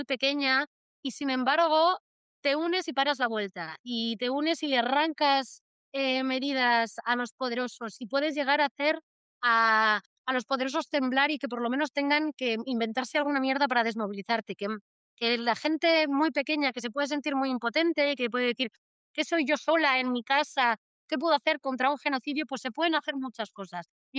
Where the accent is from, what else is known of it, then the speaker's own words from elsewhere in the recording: Spain; yo soy blanca, soy española, o sea, yo no soy de Hamás.